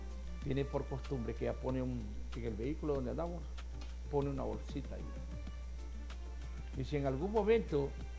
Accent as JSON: {"language": "Spanish", "town": "Tegucigalpa", "region": "Francisco Morazán", "country": "Honduras", "said": "lo poco higiénicos que somos los capitalinos."}